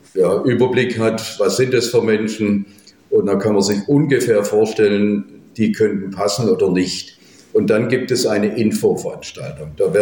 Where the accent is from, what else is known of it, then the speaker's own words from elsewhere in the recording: Swabia, Germany; now in Berlin, Germany; Und ich als Schwabe kam dann auf die Idee, da müssen wir einen Verein gründen.